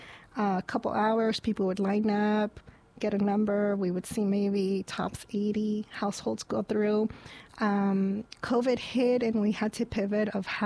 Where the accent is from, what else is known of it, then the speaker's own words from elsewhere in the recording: Oxnard, California, United States; also born or lived in San Fernando Valley; I'm originally from Oxnard, left for the San Fernando Valley to go to school and started working out there. And when things changed, I came back home.